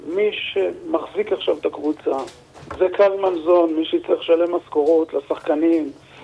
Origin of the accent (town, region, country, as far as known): Tiberias, Northern District, Israel